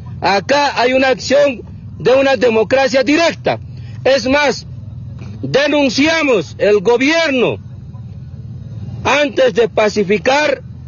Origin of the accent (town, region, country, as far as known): Bolivia